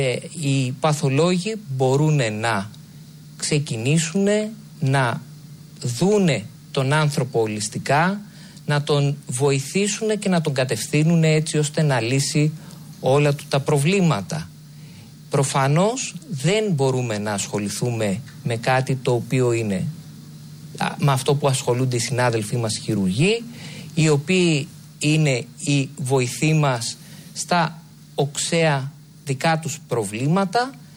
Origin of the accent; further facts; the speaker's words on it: Larissa, Thessaly, Greece; born there; now in Thessaloniki, Greece; Είμαι γεννημένος το 1972, γεννήθηκα στη Λάρισα, είμαι στρατιωτικός γιατρός.